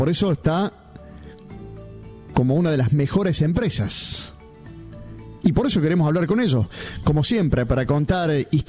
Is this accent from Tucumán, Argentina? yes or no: yes; Tucumán, Argentina; yo me crié en Tucumán y sí, siempre el sándwich, escrito así con G, de milanesa, era y es un ritual.